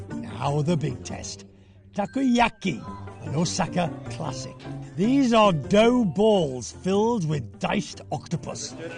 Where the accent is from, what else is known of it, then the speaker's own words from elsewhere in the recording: United Kingdom; After all, I'm British.